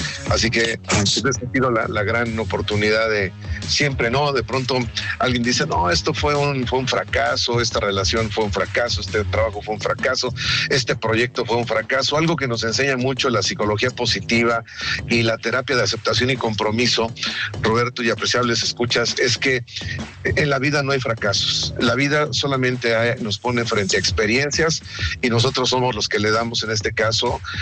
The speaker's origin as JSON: {"language": "Spanish", "region": "Mexico City", "country": "Mexico", "tie": "born or raised there", "said": "Yo crecí en un vecindario en la Ciudad de México"}